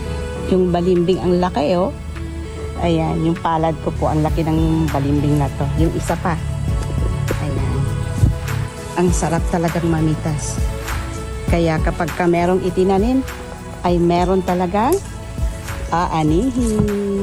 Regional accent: Bicol Region, Philippines; sa amin sa Camarines Norte ay minerba.

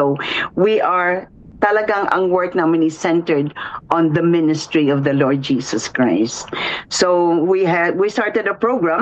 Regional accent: Bacolod, Western Visayas, Philippines; moved away as an adult; now in California, United States; taga-Bacolod ako

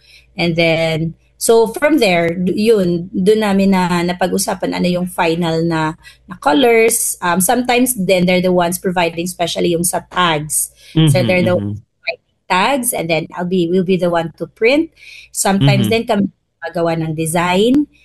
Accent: Central Visayas, Philippines; I know naman every Filipino is creative, but different kasi yung Cebuano.

